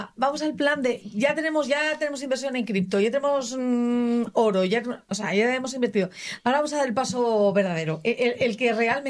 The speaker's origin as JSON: {"language": "Spanish", "region": "Asturias", "country": "Spain", "said": "Yo soy asturiana y de hecho tenemos tierras todavía ahí heredadas"}